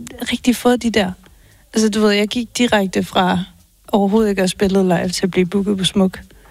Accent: Region of Southern Denmark, Denmark; now in Aarhus, Denmark; Altså, jeg er jo fra Sønderjylland, men jeg bor i Aarhus.

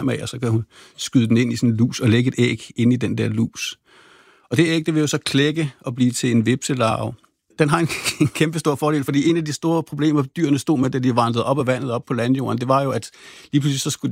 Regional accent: Rødvig, Zealand, Denmark; jeg voksede op nede i Rødevi, hvor jeg lå og sejlede rundt i min optimistjolle og på min windsurfer

